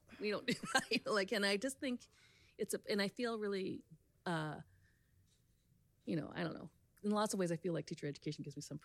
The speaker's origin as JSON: {"language": "English", "region": "British Columbia", "country": "Canada", "said": "It was really a displacement, even though I'm from British Columbia. Like, you know, I've always been by the ocean, and now being here in the central interior"}